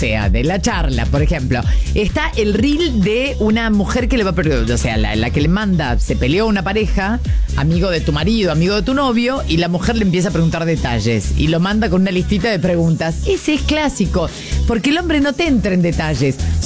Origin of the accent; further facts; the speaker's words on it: Casilda, Santa Fe, Argentina; now in Victoria, Argentina; Saludos desde Victoria, Entre Ríos. Estamos trabajando con Cucha y Ariondo. … somos de Casilda.